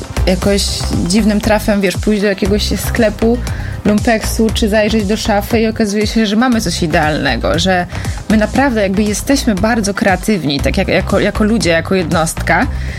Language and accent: Polish; Żagań, Lubusz Voivodeship, Poland; moved away as an adult; also born or lived in London